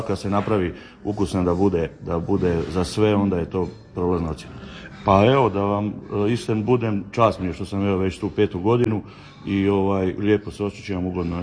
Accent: Slavonia, Croatia; Čobanac je znači jedno tradicionalno slavonsko jelo koje se kod nas u Slavoniji pravi već desetljećima. Zato je to neka tradicija i naš običaj.

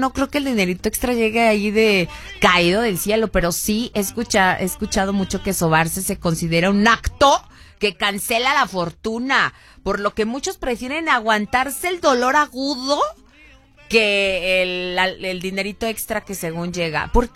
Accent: Mexico

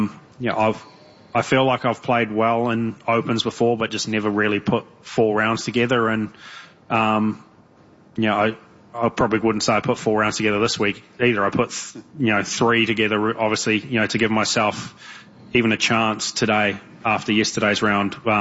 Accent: New Zealand; born or raised there

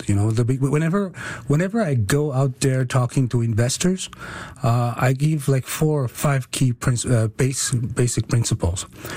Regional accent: Newfoundland and Labrador, Canada; born there; I was born off the land in Labrador, and I'm very proud of it, and I still call myself a Labradorian, a proud Labradorian.

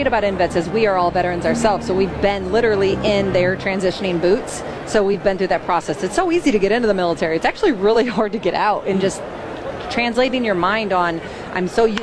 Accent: South Bend, Indiana, United States; moved away as an adult; I'm from South Bend, graduated from Marion High School

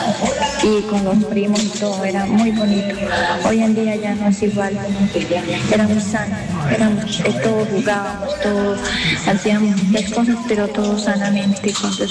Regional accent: Ocaña, Norte de Santander, Colombia; yo me crié en Ocaña. En ese entonces era muy bonito

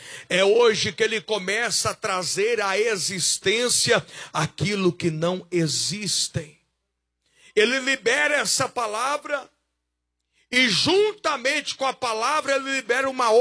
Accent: Goiás, Brazil; Tem um ditado popular lá para o Goiás, eu sou goiano, não sei para cá

